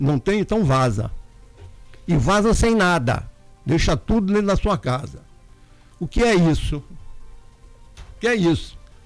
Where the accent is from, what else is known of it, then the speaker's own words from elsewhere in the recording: Rio de Janeiro, Brazil; born there; moved away; o Rio de Janeiro, o estado onde eu nasci.